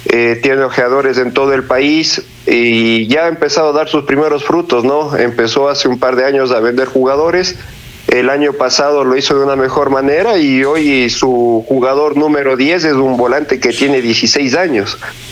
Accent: Ecuador

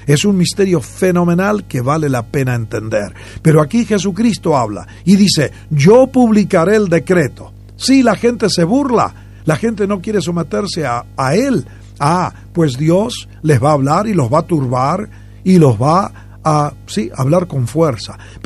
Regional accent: Argentina; born there

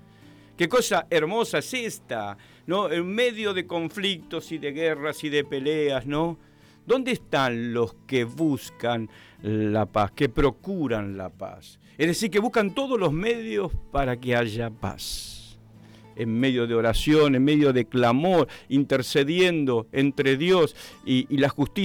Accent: Argentina

